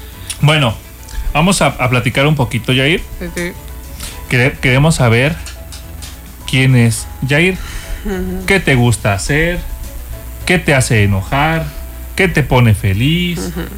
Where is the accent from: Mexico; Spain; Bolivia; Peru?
Mexico; Soy un hombre mexicano de 1.98 de estatura.